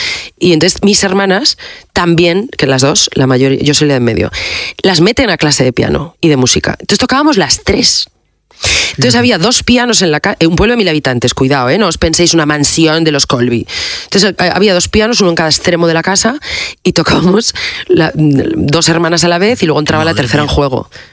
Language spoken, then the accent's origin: Spanish; Salas, Asturias, Spain; Mi pueblo mola un montón, pero hace 40 años era una cosa, a ver, muy chiquitilla. O sea, quiero decir, yo a los chavales se lo cuento o en las entrevistas lo hablo. Asturias, hace 40 años